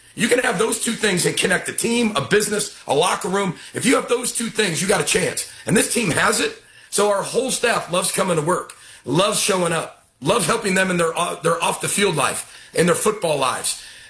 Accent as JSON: {"language": "English", "region": "Midwest", "country": "United States", "tie": "born or raised there"}